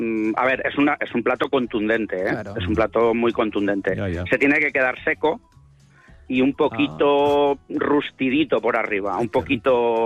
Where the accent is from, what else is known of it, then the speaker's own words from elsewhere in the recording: Valencia, Valencian Community, Spain; A ver, David, Jorge, soy de Valencia.